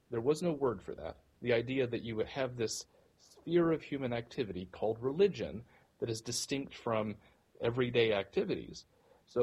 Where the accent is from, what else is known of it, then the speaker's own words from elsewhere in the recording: Lynchburg, Tennessee, United States; My hometown is Lynchburg, Tennessee, where Jack Daniel's whiskey comes from. And so I grew up with Southern American Christianity.